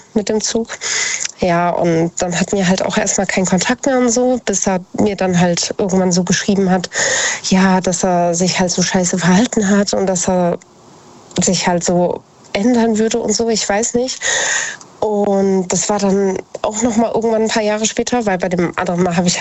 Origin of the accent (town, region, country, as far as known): Idstein, Hesse, Germany; born or raised there